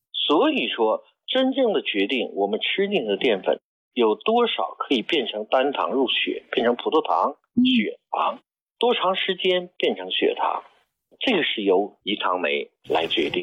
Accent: China; 但是我们中国人跟西方人的饮食差距为什么要大呢？

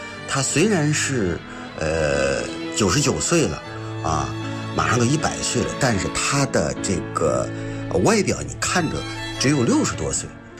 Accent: Yuanyang County, Henan, China; moved away; 我的老家原阳县陈姓兰村

